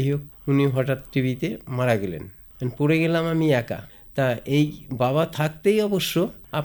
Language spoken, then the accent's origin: Bangla; Naxalbari, West Bengal, India; born there; আমার জন্ম নকশালবাড়ি স্টেশন পাড়ায়